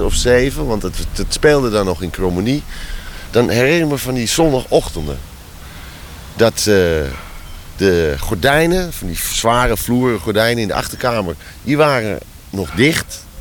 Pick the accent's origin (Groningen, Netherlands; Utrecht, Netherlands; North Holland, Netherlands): North Holland, Netherlands; Amsterdam; Nou, dat gold voor mij, wel op een andere manier natuurlijk, maar ook een beetje als Amsterdammer.